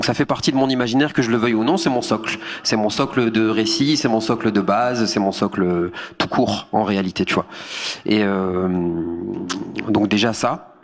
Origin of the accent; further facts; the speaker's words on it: Algeria; Déjà, je suis algérien.